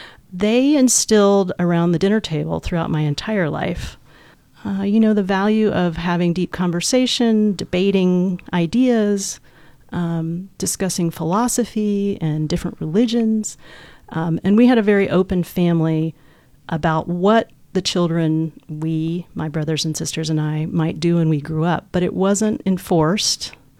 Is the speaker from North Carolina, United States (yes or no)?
yes; North Carolina, United States; also born or lived in Knoxville, Tennessee; now in Olympic Peninsula, United States; I was born in Knoxville, Tennessee, and raised briefly in North Carolina, just over the border in the Smoky Mountains, and then basically moved